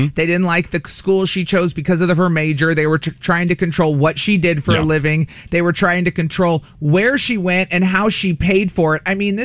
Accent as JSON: {"language": "English", "town": "Carbondale", "region": "Illinois", "country": "United States", "tie": "born or raised there", "moved": "yes", "said": "I chose to stay and go to college back home where I grew up in Southern Illinois in Carbondale"}